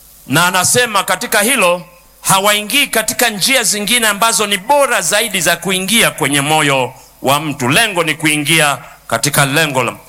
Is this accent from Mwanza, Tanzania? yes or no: no; Kilimanjaro, Tanzania; Nakumbuka kule kwetu Pareni zilipokuja magitaa